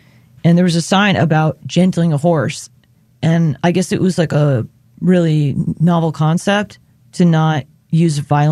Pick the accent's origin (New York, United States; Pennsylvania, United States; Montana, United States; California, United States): New York, United States; No, I'm from Long Island.